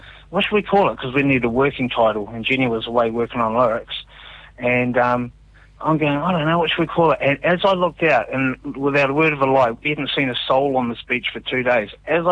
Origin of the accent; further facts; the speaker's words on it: Eltham, Taranaki, New Zealand; moved away; also born or lived in Urenui; I grew up in Uranui and Eltham.